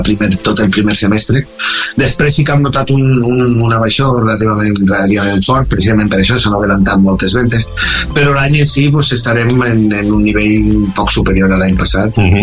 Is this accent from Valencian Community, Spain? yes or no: yes; Cullera, Valencian Community, Spain; Jo soc de Cullera